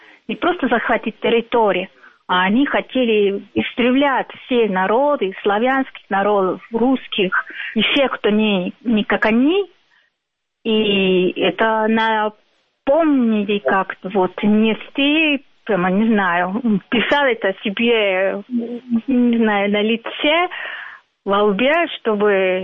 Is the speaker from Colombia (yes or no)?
yes; Colombia; Russian is a second language; Я, поскольку из Колумбии, и у нас в Колумбии, вообще в Латинской Америке, учат, что это не называется Великая Отечественная война